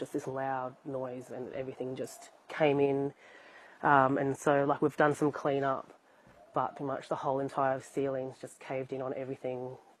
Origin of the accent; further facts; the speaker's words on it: Alice Springs, Northern Territory, Australia; I was born in Alice Springs and I've always lived here.